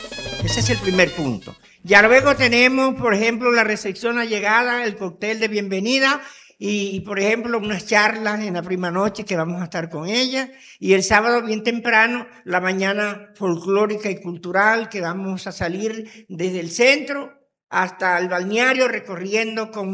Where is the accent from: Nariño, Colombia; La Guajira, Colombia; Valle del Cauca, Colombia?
La Guajira, Colombia; San Juan del Cesar; born there; mi tierra que me vio nacer. Y ojo, mis padres se vinieron en el 65 y los vi salir con lágrimas y me quedé.